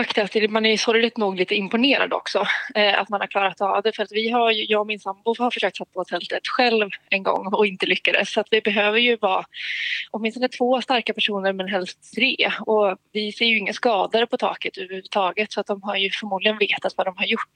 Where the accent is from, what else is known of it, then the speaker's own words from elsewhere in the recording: Östersund, Jämtland County, Sweden; now in Skövde, Sweden; jag är ju uppvuxen i Östersund men bor i Skövde